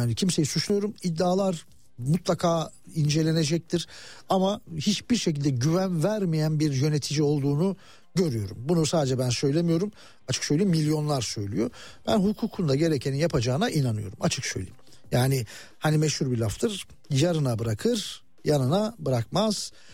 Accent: Muş, Muş Province, Turkey; Muşspor'u takip ediyorum. Memleketimin takımı. Ha, Muşspor'la Fenerbahçe oynasa şimdi bizim Muşlular bana kızacak belki ama hep onu söylerim.

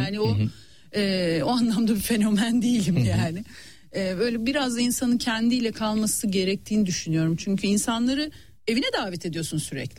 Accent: Beşiktaş, Istanbul, Turkey; Doğum büyümü Beşiktaşlıyım.

